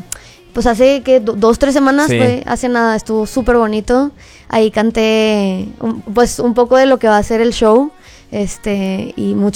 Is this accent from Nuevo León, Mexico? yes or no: yes; Monterrey, Nuevo León, Mexico; Soy de Monterrey.